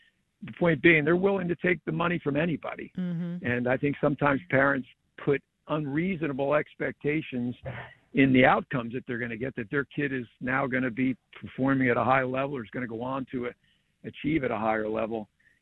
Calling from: Trenton, New Jersey, United States; I've been involved in youth soccer here in the Trenton area for a long time

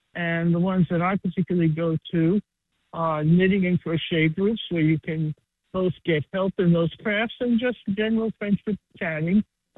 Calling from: New York City, New York, United States; Okay, well, I'm calling from Queens

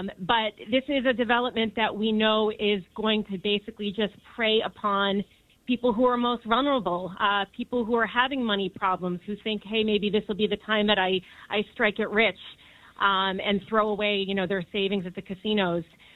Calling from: New York City, New York, United States; I'm calling from Jackson Heights, Queens

